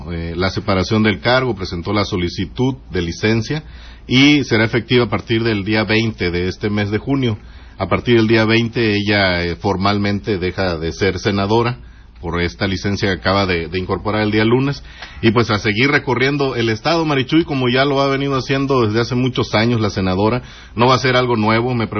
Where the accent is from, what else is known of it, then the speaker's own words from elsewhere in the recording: Mexico; nos caracteriza como mexicanos